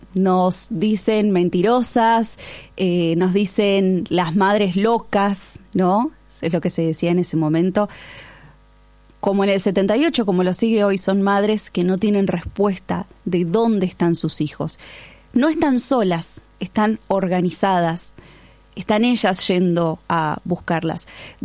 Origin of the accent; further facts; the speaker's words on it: Argentina; Como argentinos es imposible que no nos interpele el dolor de estas madres.